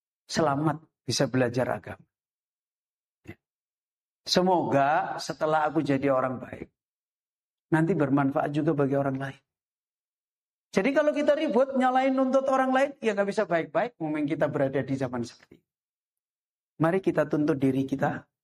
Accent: Semarang, Central Java, Indonesia; Saya itu hidup di kampung preman. lingkungan saya, kampung saya, kampung preman, Tambak Lorok, Semarang, yang pernah didatangi Presiden Jokowi zaman dulu.

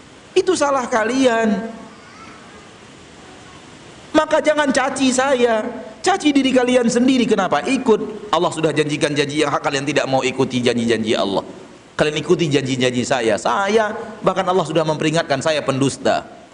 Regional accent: West Sumatra, Indonesia; Kita ini orang Minang, Pak. Kita ini orang Minang, udah tahu kita.

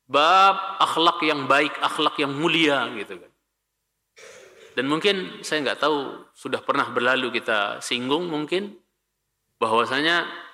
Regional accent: West Nusa Tenggara, Indonesia; Ya, kalau saya orang Lombok Al-Lumbuki misalnya begitu.

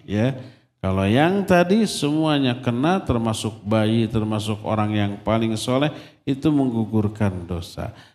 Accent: Selacau, West Java, Indonesia; di desa saya itu ada Selacau

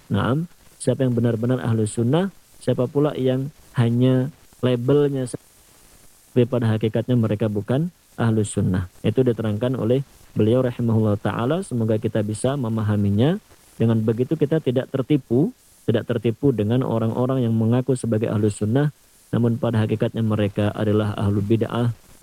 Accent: Indonesia

